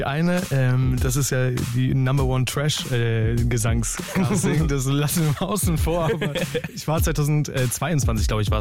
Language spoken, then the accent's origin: German; Usedom, Mecklenburg-Vorpommern, Germany; moved away as an adult; also born or lived in Cologne; now in Berlin, Germany; Ja, also nicht ursprünglich. Ich komme ursprünglich ja von der Ostsee, aber ich wohne schon ganz lange in Berlin. Ich komme aus Usedom ursprünglich.